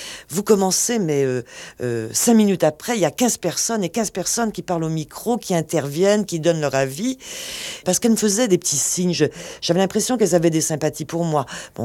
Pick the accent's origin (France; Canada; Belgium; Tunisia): France; moi en tant que Française